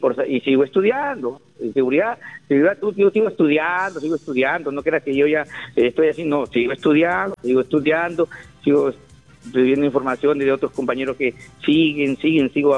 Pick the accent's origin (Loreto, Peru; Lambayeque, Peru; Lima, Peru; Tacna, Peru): Lambayeque, Peru; Olmos; mi pueblo de Olmos.